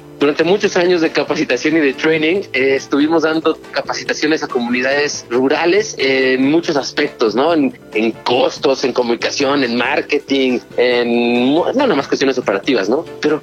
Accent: Mexico City, Mexico; now in Valle de Bravo, Mexico

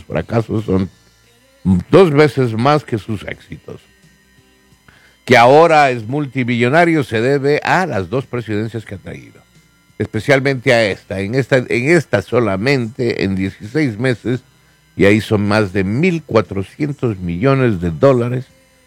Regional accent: United States; en esta nación, ¿no? El consejo es que somos estadounidenses.

